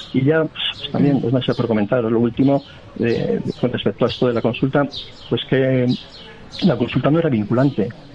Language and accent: Spanish; Basque Country, Spain